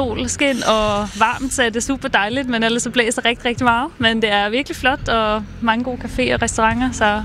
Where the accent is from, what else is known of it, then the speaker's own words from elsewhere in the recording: Stockholm, Stockholm County, Sweden; first language Swedish; Danish is a second language; moved away; jeg er født og opvokset i Stockholm.